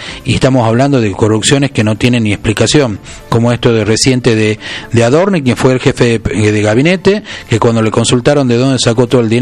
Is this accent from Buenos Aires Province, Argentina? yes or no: no; Tucumán, Argentina; como ciudadanos, como tucumanos, como argentinos